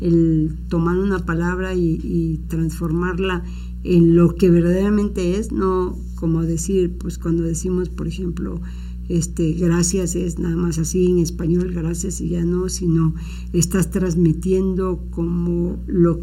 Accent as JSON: {"language": "Spanish", "region": "Veracruz", "country": "Mexico", "said": "Y yo también soy jarocha"}